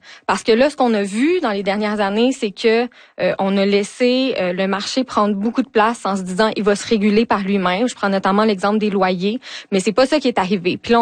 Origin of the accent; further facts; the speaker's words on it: Val-d'Or, Quebec, Canada; moved away as an adult; Oui, ben moi, dans le fond, je suis originaire de Val-d'Or. Je suis née, j'ai grandi là-bas, puis j'ai quitté la région pour les études.